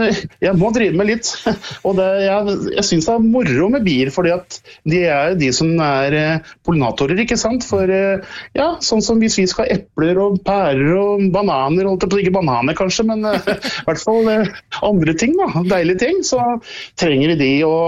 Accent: Brøttum, Innlandet, Norway; det begynte jo gjerne med noen små skirenn på det nysløperenn hjemme på Brøttum da.

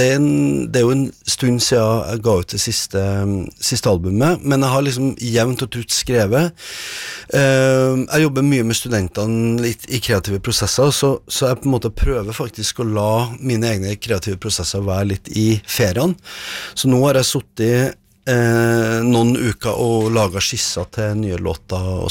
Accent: Namsos, Trøndelag, Norway; moved away; jeg er jo født i Trondheim, vokst opp i Namsos

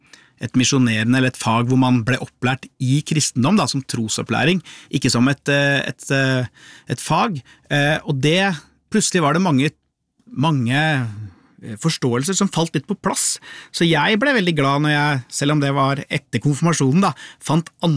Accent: Lier, Buskerud, Norway; i hvert fall der jeg vokste opp i Lier.

